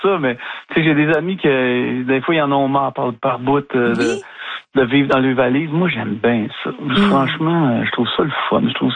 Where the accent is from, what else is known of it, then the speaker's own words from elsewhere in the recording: Quebec, Canada; born there; J'ai passé toute ma vie au lac des Piles. Tu sais, je veux dire, on escaladait le rocher de grand-mère quand j'étais petit. J'ai beaucoup joué dans la Mauricie, puis je me suis amusé beaucoup là-bas. Ma famille est là.